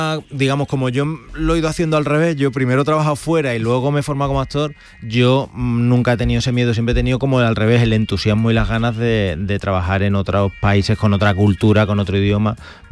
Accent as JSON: {"language": "Spanish", "region": "Andalusia", "country": "Spain", "accent": "Andalusian", "said": "luego están los clichés que ellos tienen de nuestro acento. Ellos dicen, con acento andaluz, y tú dices, espérate, acento andaluz, claro, hay 200."}